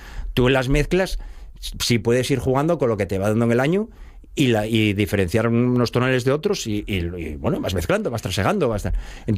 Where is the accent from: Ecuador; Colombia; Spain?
Spain; Asturias; nosotros somos Asturias con la sidra, que tenemos una cultura que es nuestra propia, que es diferente a la de todos.